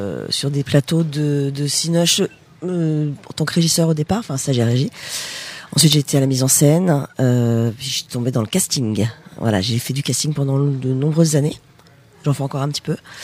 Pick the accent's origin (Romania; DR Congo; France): France; south of France; moved away as an adult; now in Paris, France; Moi, je viens du Sud.